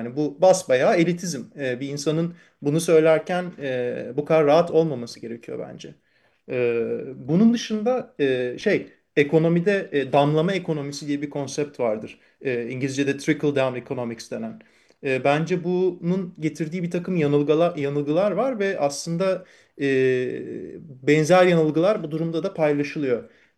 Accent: Princes' Islands, Istanbul, Turkey; biz Adalılar olarak

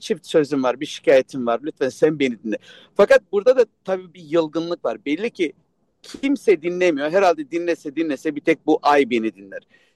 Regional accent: Armenia; now in Los Angeles, United States; Tam da Ermenistan'da seçim arası. Biliyorsun ülkemiz hem coğrafi konumundan biraz şikayetçi, komşularından şikayetçi.

